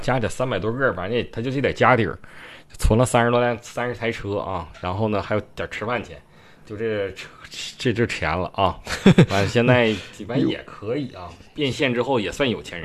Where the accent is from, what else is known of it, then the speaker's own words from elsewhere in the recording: Northeast China, China; accent: Northeastern Mandarin; 用我们东北话